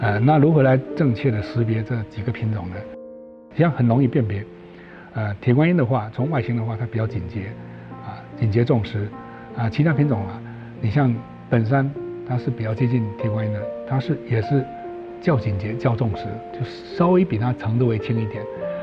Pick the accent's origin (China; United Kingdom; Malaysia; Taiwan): China; Fujian